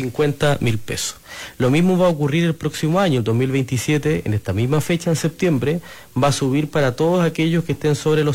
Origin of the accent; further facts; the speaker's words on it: Coyhaique, Aysén, Chile; todos nosotros quienes somos de Coyhaique, la región, conocemos muy bien el lugar